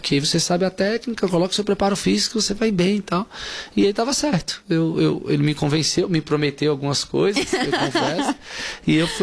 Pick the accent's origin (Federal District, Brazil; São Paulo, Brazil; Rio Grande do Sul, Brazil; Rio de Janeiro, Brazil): Federal District, Brazil; Brasília; eu sou de Brasília, né?